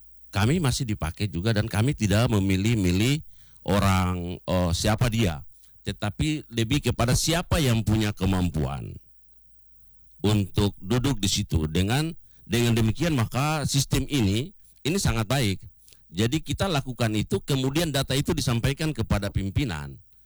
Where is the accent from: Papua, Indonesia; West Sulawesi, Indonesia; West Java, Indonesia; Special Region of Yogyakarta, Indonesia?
Papua, Indonesia; kita lihat tidak bisa kita menutup mata terhadap potensi itu, terutama kepada kita orang asli Papua.